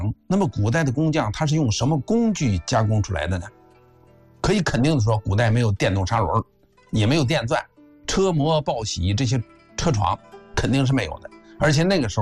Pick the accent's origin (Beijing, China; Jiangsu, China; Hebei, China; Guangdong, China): Hebei, China; 到了我们河北呢